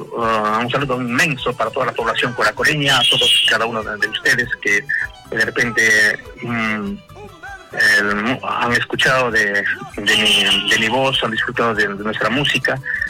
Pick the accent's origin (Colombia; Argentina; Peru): Peru; now in Lima, Peru; los alcareños residentes aquí en Lima somos bastantes.